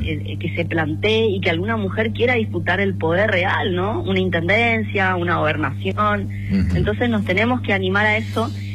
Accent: Eldorado, Misiones, Argentina; Somos acá del Dorado, nos conocemos todos

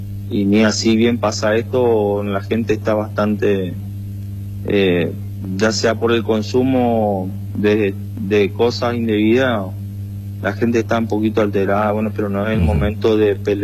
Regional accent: Eldorado, Misiones, Argentina; nacimos acá en El Dorado, nos criamos acá y somos de buena cepa.

